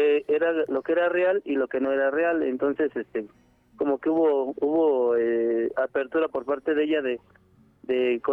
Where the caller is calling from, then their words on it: Tecámac, State of Mexico, Mexico; Pues yo vivo en el Estado de México, en Tecámac.